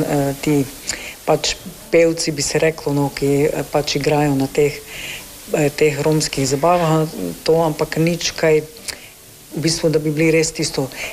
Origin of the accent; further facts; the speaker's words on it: Bela krajina, Slovenia; Recimo sem pač iz Bele krajine, ne?